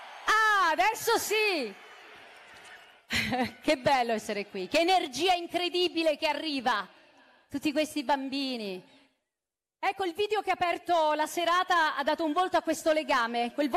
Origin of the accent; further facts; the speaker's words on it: Naples, Campania, Italy; io, da napoletana